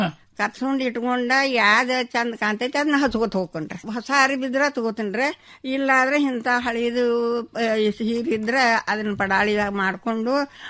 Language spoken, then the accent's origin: Kannada; Karnataka, India; ನಮ್ಮೂರು ಶೇಗುಣಶೇರಿ, 4ನೇ ತನಕ ಕಲ್ತೇನ್ರಿ.